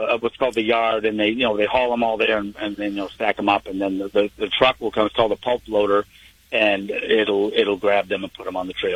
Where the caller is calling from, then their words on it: Maine, United States; I'm from Maine